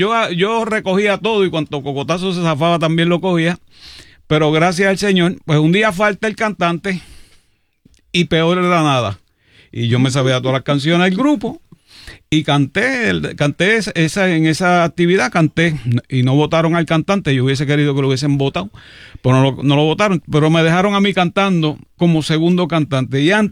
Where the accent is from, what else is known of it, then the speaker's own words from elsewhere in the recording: Toa Baja, Puerto Rico; also born or lived in Cataño; Yo nací en Cataño. Okay. Pero siempre he dicho que soy de Tua Baja porque yo fui pequeñito a Tua Baja. O sea, yo me bañé en el Río La Plata, yo estudié en la Manuel Santiago y después estudié en la José Nevares Landrón, me gradué de la Dolfina Irizarry.